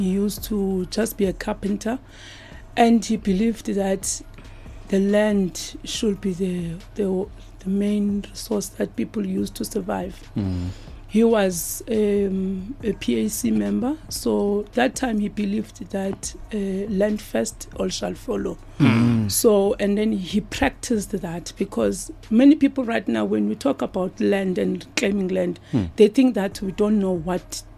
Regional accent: Eastern Cape, South Africa; Those are my clan names. I'm from the Mbondo Mise Kingdom under

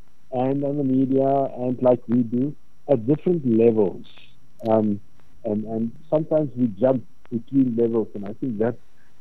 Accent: Gauteng, South Africa; I grew up in the Vaal Triangle. In other words, the ward, Everton, is really not far from where I grew up as a child. And I left the Vaal Triangle

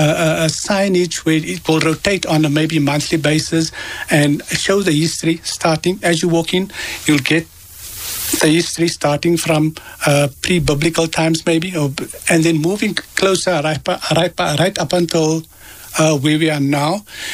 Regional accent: Johannesburg, Gauteng, South Africa; I grew up in Bosmont as well.

